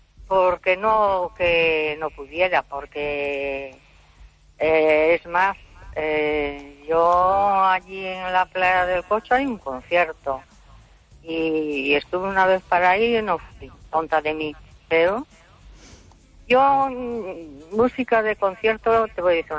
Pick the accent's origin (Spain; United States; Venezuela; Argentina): Spain; Vigo, Galicia